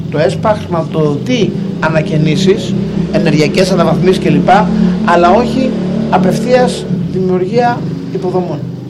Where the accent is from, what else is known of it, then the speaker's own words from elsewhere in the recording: Kastoria, Western Macedonia, Greece; δεν θέλω κάποιον να νομίζει ότι εγώ αδικώ την Καστοριά. Την Καστοριά. Με πολύ την πατρίδα μου.